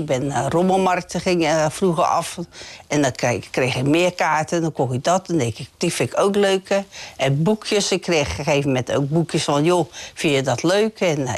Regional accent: Vlaardingen, South Holland, Netherlands; Ik kom niet uit Brabant, maar wel uit Vlaardingen. Ja. Van oorsprong geboren in de Ruitenstraat.

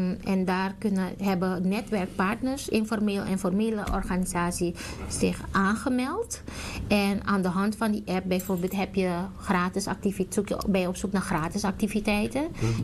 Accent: Suriname; now in Amsterdam, Netherlands; Ik ben in Suriname opgegroeid en Ik woonde op Gijsvleit.

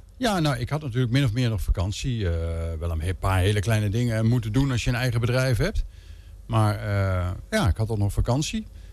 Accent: Netherlands

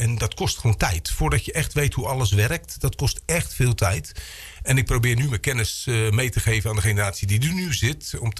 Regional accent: Ridderkerk, South Holland, Netherlands; also born or lived in Dordrecht; Ja, ik ben in Dordrecht geboren. Mijn ouders woonden in Ridderkerk. Hier in de Bernhard-Zweerstraat op nummer 10.

